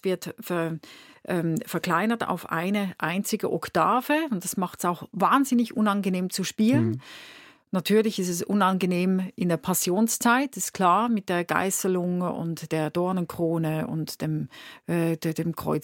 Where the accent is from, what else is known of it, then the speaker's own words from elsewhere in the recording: Winterthur, Zurich, Switzerland; born there; Und es gibt aus meiner Geburtsstadt in Winterthur gibt es eine Stiftung